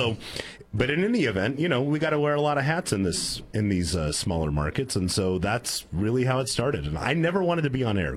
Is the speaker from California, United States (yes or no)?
yes; Fresno, California, United States; moved away as an adult; now in Central Coast, California, United States; I grew up in Fresno.